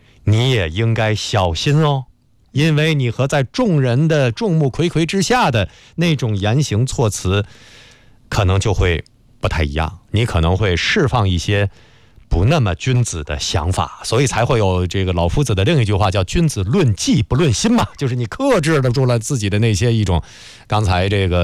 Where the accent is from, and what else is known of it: China